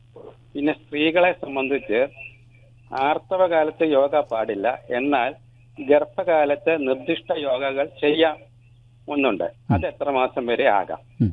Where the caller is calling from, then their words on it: Palarivattom, Kerala, India; പാലാരിവട്ടത്തു നിന്നാണ്